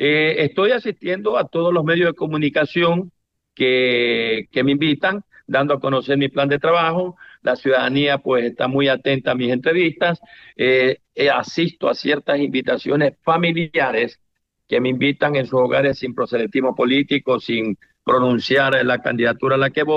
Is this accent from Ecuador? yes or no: yes; Manta, Manabí, Ecuador; pocos manabistas hemos tenido la suerte de hacerlo. Soy el único de Manta, creo que somos dos en la provincia con el señor Bellatini